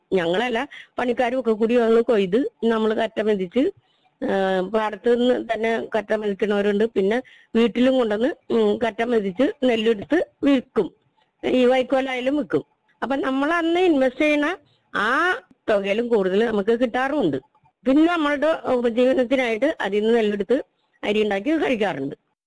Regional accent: Kerala, India; moved away as an adult; now in Mowlassery, Nedumbassery, India; ഞാൻ മൗലശ്ശേരിയിലാണ് ഇപ്പോൾ ജീവിക്കുന്നത്. ഞാൻ ജനിച്ചത് പുത്തുമല്ലിയുടെ പഞ്ചായത്തിന്റെ ചെറുകിടപ്പുറ ഏരിയ എന്ന് പറയും, അവിടെയാണ് ജനിച്ചത്. അവിടെ നിന്ന് ഞാൻ കല്യാണം കഴിഞ്ഞാണ് മൗലശ്ശേരിക്ക് വരുന്നത്, നെടുമ്പാശ്ശേരി പഞ്ചായത്തിന്റെ 1-ാം വാർഡിലേക്ക്.

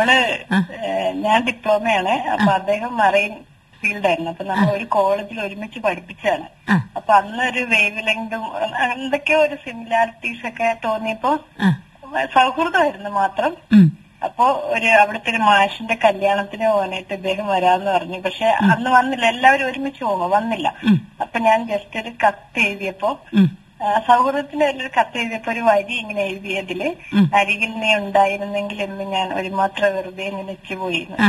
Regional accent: Kottayam, Kerala, India; moved away as an adult; now in Sreekandapuram, India; എന്റെ ഞാൻ താമസിക്കുന്നത് തലപ്പുറത്തുള്ള ശ്രീകണ്ഠപുരത്താണ്. എന്റെ സ്വദേശം കോട്ടയമാണ്.

